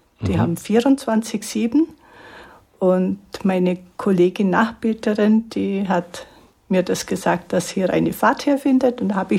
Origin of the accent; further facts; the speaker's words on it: Tannhausen, Bavaria, Germany; aus Tannhausen.